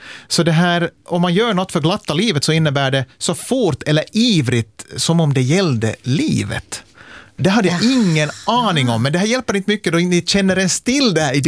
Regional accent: Ostrobothnia, Finland

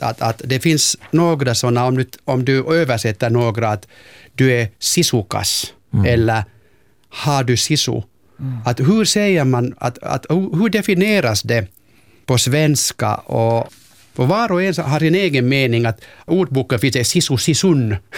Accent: Finland; first language Finnish; Swedish is a second language; Kanske du hör att jag är från Finland. Jag är helt finspråkig, men jag vill hålla mig svenska levande.

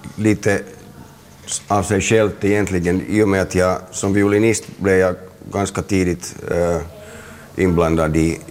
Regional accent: Helsinki, Uusimaa, Finland; För det första, jag är från Helsingfors, så jag känner mig definitivt hemma på Drumsö, där jag fortfarande har en bostad och där jag har bott sedan jag var 1 år gammal.

